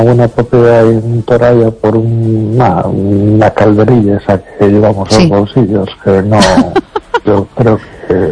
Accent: Las Palmas de Gran Canaria, Canary Islands, Spain; A ver, yo, con todo mi respeto, soy pueblo canario. Yo en las Canarias, en la Palma de Gran Canaria, yo donde me iría si tuviese que volver

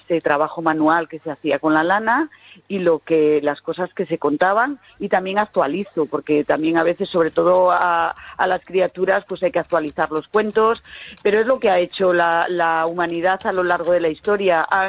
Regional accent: San Vitero, Castile and León, Spain; born there; en mi pueblo, en San Vitero, donde vivo

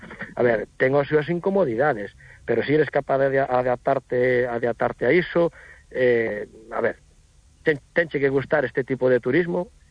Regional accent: Redondela, Galicia, Spain

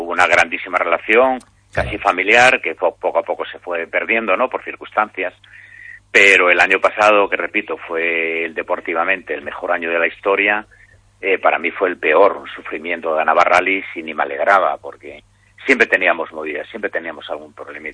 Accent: Asturias, Spain; No, que va, yo soy asturiano. Claro, yo le llevo toda la vida en Galicia, pero bueno, yo soy a...

